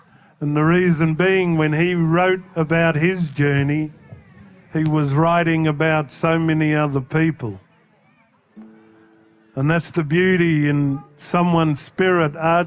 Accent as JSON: {"language": "English", "region": "New South Wales", "country": "Australia", "lives_now": "Melbourne, Australia", "said": "See, I've been in Melbourne too long. And I'm not even from Melbourne. I'm from Murrumbidgee River in New South Wales."}